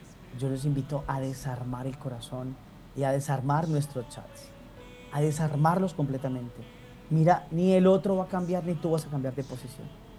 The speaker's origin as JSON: {"language": "Spanish", "country": "Colombia", "said": "nosotros que somos colombianos"}